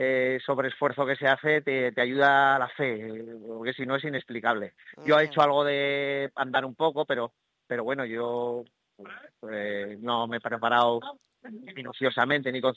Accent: Aragon, Spain; yo digo mucho que soy maño … nos tienen mucho cariño, sí.

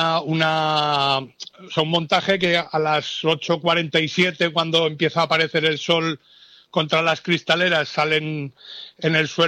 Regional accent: Zaragoza, Aragon, Spain; soy de Zaragoza. 10 años tenía yo cuando ocurrió el atentado de la Casa Cuartel de aquí de Zaragoza.

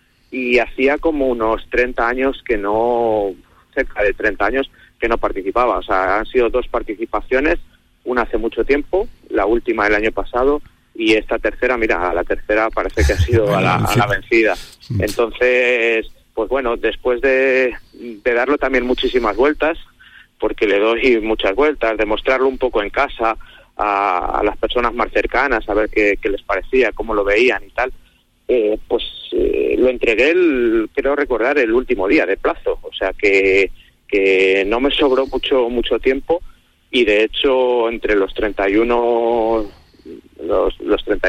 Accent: Medina del Campo, Castile and León, Spain; como medinense... en vena, además, que me encanta San Antolín, que me encanta mi pueblo

